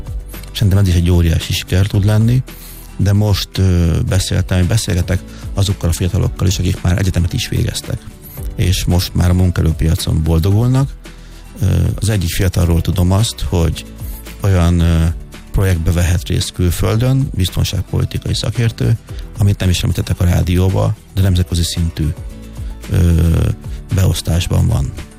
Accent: Bács-Kiskun, Hungary; also born or lived in Nagykőrös; Én egy Bácskiskun megyei kis településen születtem, egy cigánytelepen, nullát cigány származású vagyok, és az én hátterem azt mondhatom, hogy akkor egy nullát cigány családhoz képest átlagos volt.

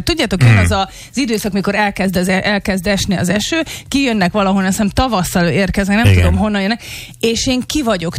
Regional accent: Hódmezővásárhely, Csongrád-Csanád, Hungary; born there; moved away; én otthon Mezővásárhelyen, ott a pusztában

